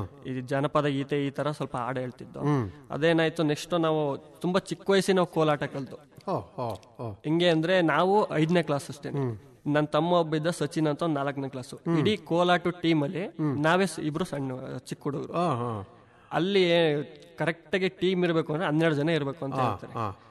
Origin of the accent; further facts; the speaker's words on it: Chikkur, Karnataka, India; ನಮ್ಮ ಊರು ಚಿಕ್ಕೂರು, ಅರಸೀಕೆರೆ ತಾಲೂಕು.